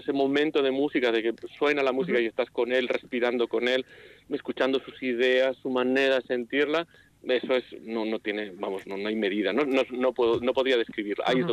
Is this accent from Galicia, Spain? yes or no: no; Vitoria, Basque Country, Spain; somos una familia de Zaramaga y que hemos crecido en Vitoria